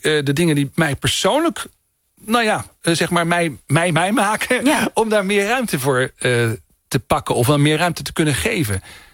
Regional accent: Groningen, Netherlands; Want ik kom uit Oost-Groningen.

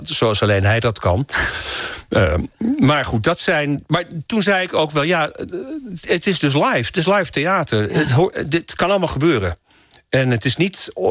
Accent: Naarden, North Holland, Netherlands; Ik woonde in een groot deel van mijn jeugd in Naarden, tegenover de vestingwallen. En daartussen was een weiland, echt voor ons huis, groot weiland.

